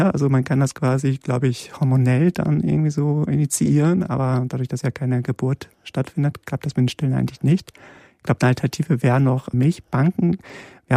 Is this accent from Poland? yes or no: yes; Poland; born there; moved away; Ich bin in Polen geboren worden